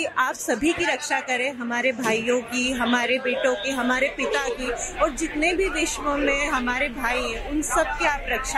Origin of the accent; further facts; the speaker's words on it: Delhi, India; हम दिल्ली से आए हैं